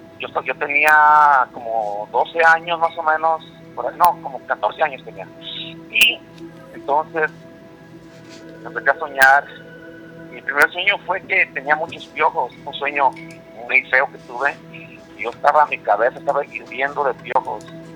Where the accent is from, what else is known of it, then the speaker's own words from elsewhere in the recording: Michoacán, Mexico; Soy originario de Michoacán, de allá de del lado de Zacámbaro, Michoacán.